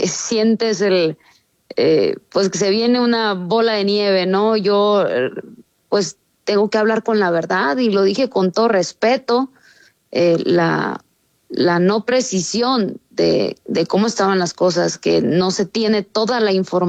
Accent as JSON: {"language": "Spanish", "region": "Sinaloa", "country": "Mexico", "said": "a veces mi tono, a veces mi forma, pues soy norteña, soy sinaloense, uh-huh."}